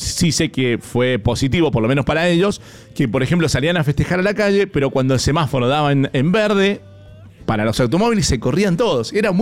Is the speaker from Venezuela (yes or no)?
no; Argentina; somos argentinos.